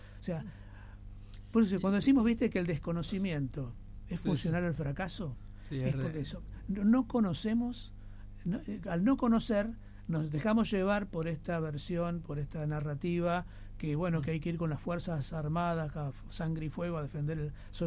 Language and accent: Spanish; Argentina; nosotros como argentinos